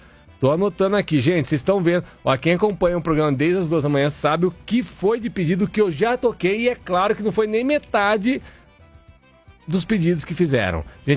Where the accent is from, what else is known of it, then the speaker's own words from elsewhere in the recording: Campo Alegre de Lourdes, Bahia, Brazil; sou de Campo Alegre, de Lourdes, Bahia.